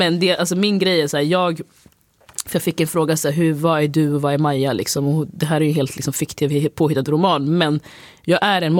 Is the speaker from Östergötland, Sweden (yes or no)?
yes; Linköping, Östergötland, Sweden; Jag är ju från Linköping och liksom den här.